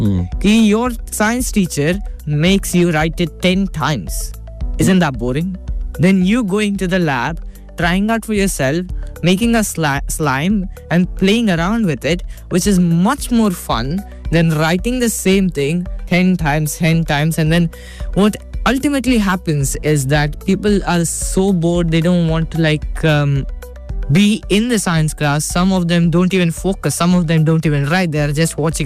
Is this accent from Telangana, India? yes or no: yes; Hyderabad, Telangana, India; जैसे बताया कि मैं तेलंगाना से हूँ हैदराबाद